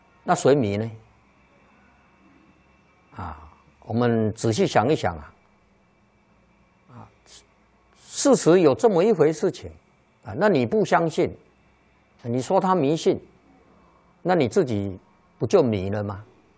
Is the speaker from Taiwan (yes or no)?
no; China; 那么我们中国人呢，啊，中国的古人呢，啊，都有一个观念，落叶归根呐